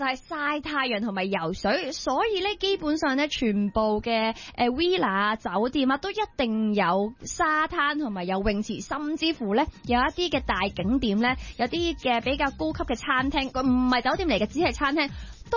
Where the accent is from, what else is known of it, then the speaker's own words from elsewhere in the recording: Hong Kong; 我哋香港人當然就唔會咁做啦